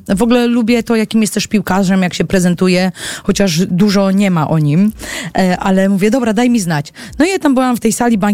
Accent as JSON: {"language": "Polish", "town": "Olsztyn", "region": "Warmian-Masurian Voivodeship", "country": "Poland", "said": "Ja jestem z Olsztyna i był Stomil Olsztyn."}